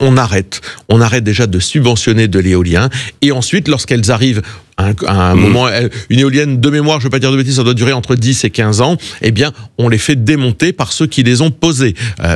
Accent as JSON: {"language": "French", "region": "Hauts-de-France", "country": "France", "tie": "born there", "said": "Je suis nordiste et picard de naissance."}